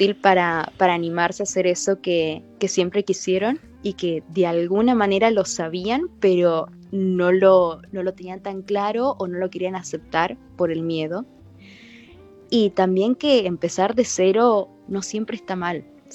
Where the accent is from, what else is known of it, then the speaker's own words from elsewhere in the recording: Tucumán, Argentina; born there; moved away; en la provincia donde yo nací, en Tucumán